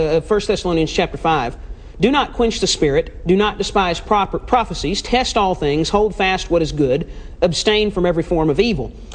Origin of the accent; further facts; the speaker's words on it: Winchester, Tennessee, United States; When I was growing up in Winchester, Tennessee